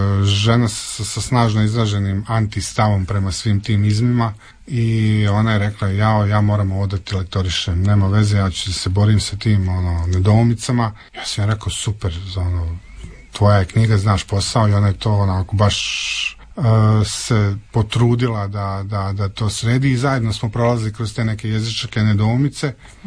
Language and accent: Serbian; Dalmatia, Croatia; Ja sam zapravo Dalmatinac, to je ono moj.